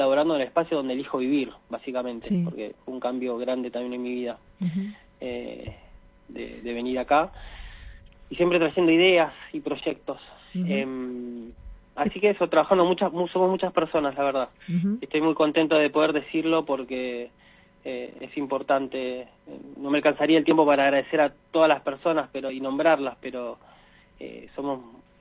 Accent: Buenos Aires, Argentina; moved away; Yo soy de Buenos Aires

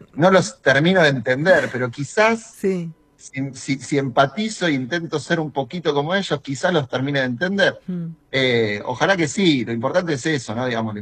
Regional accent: Argentina; más argentinos nos hicimos parte de esa cosmovisión colectiva

